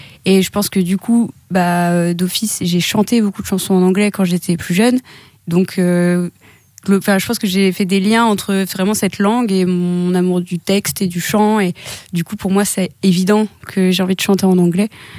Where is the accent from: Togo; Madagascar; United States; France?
France; je suis française, donc forcément, d'office, dans mon chant, des fois, il y a des accents mal placés